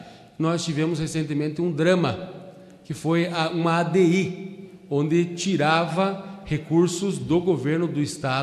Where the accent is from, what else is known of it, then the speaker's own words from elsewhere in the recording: Paraná, Brazil; eu, que venho do estado do Paraná, observo que nosso estado ele é 3% do tamanho do território nacional.